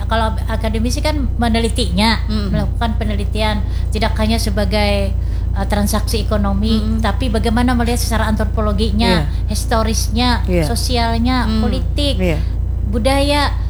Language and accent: Indonesian; South Kalimantan, Indonesia; Dan tentu saja ini kan kebanggaan kita sebagai warga Kalimantan Selatan ya.